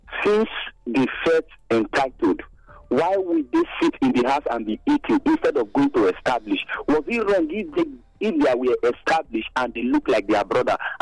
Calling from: Ogida, Edo, Nigeria; From home, Ogida.

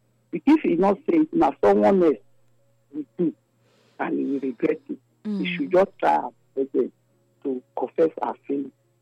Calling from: Lagos, Nigeria; I'm calling from Lagos.

